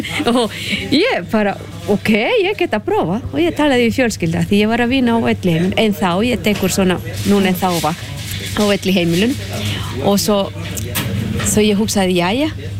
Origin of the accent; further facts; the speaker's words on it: Honduras; Icelandic is a second language; now in Grenivík, Iceland; og ég kem frá Honduras.